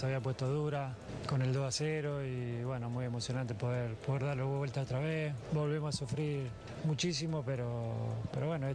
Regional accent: Argentina; demuestra cada día lo que somos como argentinos, el orgullo que nos

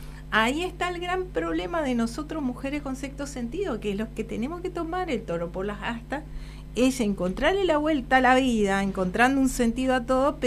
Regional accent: Puerto Rico, Misiones, Argentina; quiero recordar mi pueblo, Puerto Rico. Nos pagábamos los gastos en el secundario. Nosotros. Yo barrí las calles en el pueblo

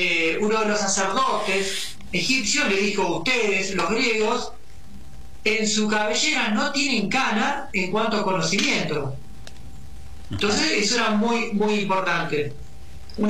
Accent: Quilmes, Buenos Aires Province, Argentina; aparte somos todas de Quilmes.

